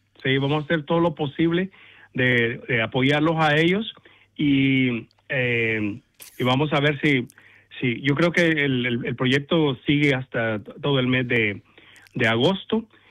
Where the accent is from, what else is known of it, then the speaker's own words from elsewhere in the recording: El Salvador; Sí, a mí los platillos de mi región, yo soy de El Salvador, y las pupusas son como el plato predilecto de los centroamericanos